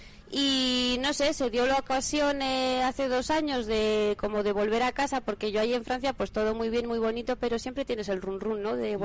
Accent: Canicosa de la Sierra, Castile and León, Spain; Bueno, especial para mí, que soy de allí, y además, y bueno, volver al pueblo después de 12 años por ahí dando vueltas

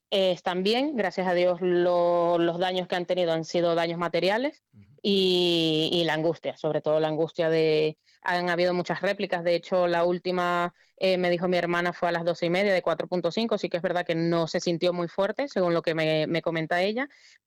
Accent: Venezuela; now in León, Spain; nosotros como venezolanos estando fuera somos bastante unidos

